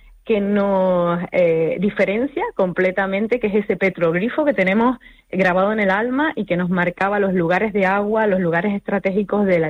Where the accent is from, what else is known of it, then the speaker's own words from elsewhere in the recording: La Palma, Canary Islands, Spain; la tenemos el palmero